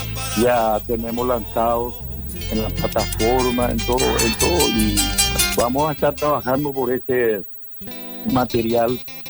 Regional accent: Paraguay; moved away; Taiwán, yo hace 40 años que salí de Paraguay. Estuve por Europa, después fuimos a Taiwán, nos quedamos 3 años por ahí y volvimos, viajamos por Arabia, volvimos otra vez a Suiza, y de Suiza volvimos acá en Paraguay

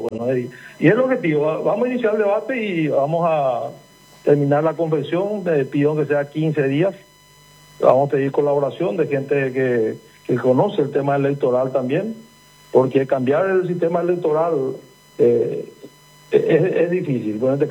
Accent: Presidente Hayes, Paraguay; En mi caso, que soy de Presidente Hayes

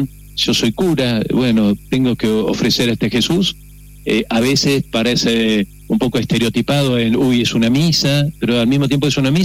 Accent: Buenos Aires, Argentina; moved away as an adult; also born or lived in La Pampa; now in Paraná, Argentina; Yo soy porteño, ¿no? Nací en Capital Federal, hice mi colegio y el seminario de Buenos Aires.

